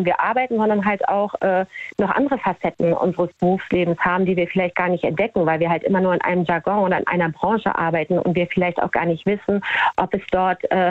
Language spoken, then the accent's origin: German; Hamburg, Germany; Ich komme aus Hamburg